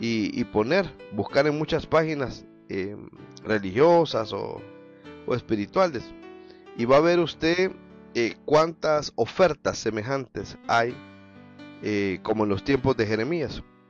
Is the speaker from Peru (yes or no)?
no; Honduras; en mi país, acá Honduras